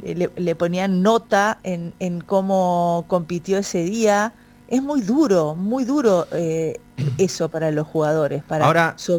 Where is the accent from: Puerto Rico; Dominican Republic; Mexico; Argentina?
Argentina; nosotros somos pasionales los argentinos y podemos ser los peores para los equipos.